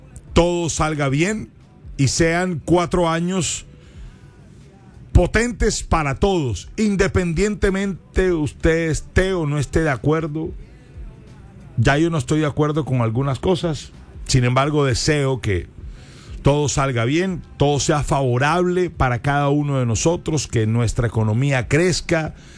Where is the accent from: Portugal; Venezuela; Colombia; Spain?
Colombia; ahora a nosotros, a todos como colombianos, a todos, nos